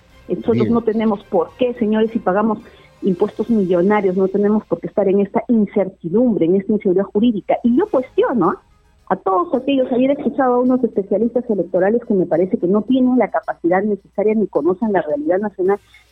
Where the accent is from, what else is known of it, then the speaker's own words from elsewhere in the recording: Ayacucho, Peru; Nosotros somos de la sierra, yo soy ayacuchana, soy huamanguina.